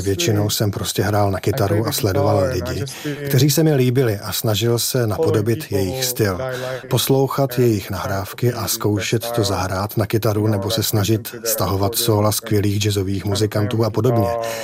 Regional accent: Slovakia; moved away as an adult; also born or lived in Wrocław / Glasgow; moje máma je Slovenka a táta Japonec, takže jsem vyrostl na Slovensku

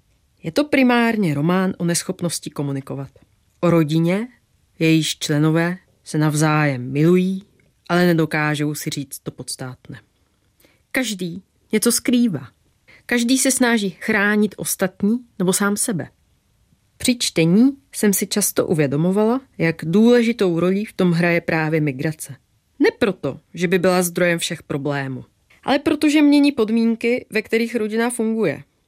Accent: Poland; now in Prague, Czechia; Jsem Polka, žijí v Praze a když slyším na středoevropské ulici arménštinu, cítím se nejvíce doma.

